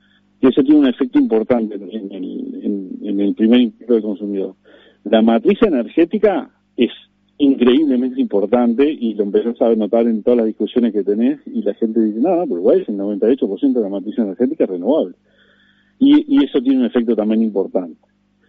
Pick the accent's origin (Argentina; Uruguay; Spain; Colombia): Uruguay; nosotros como uruguayos